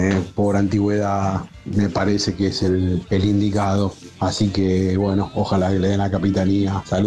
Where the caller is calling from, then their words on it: Buenos Aires, Argentina; de Almagro 053.